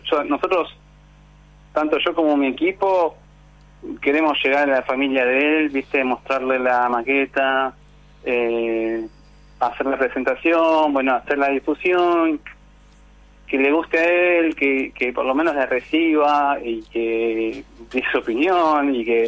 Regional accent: Argentina; nosotros como los argentinos somos tan particulares, tan especiales

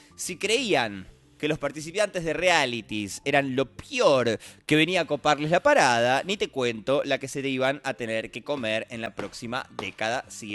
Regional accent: Argentina; los millennials y los centennials argentinos

